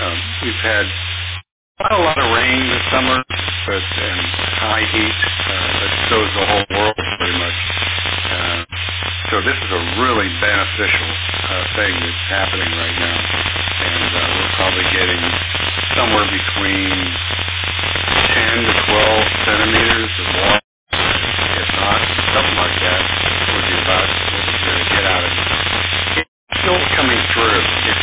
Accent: Florida, United States; moved away; we're originally from Southeast Florida and been through a number of different storms over the years.

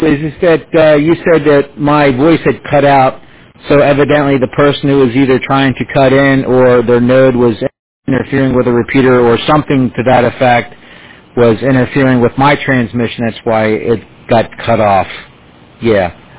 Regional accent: Bucks County, Pennsylvania, United States; moved away as an adult; also born or lived in Washington, D.C.; now in Florida, United States; I've only moved down here in this state in 2018. Both my wife and I are from Pennsylvania. My wife is from Lancaster. I'm from Bucks County.

